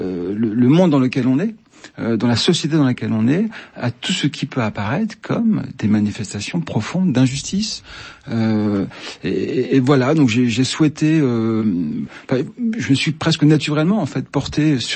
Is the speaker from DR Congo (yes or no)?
no; France; Et moi, je suis français